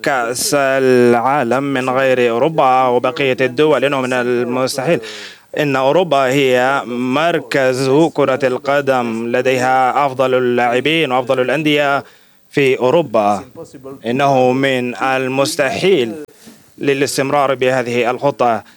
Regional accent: Tunisia; born there; أنا ولدت في أفريقيا، أنا ولدت في تونس،

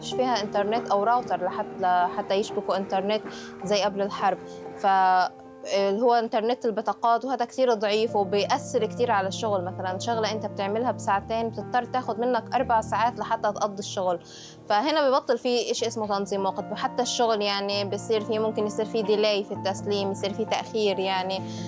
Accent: Gaza, Gaza Strip, Palestine; عندنا بغزة

